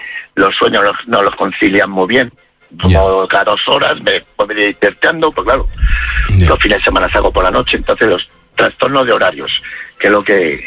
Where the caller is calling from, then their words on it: Alcorcón, Community of Madrid, Spain; yo vivo en Alcorcón.